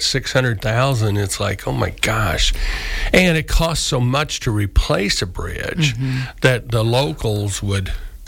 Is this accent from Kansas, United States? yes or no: yes; Morganville, Kansas, United States; Morganville, which mm-hmm. I left out, my hometown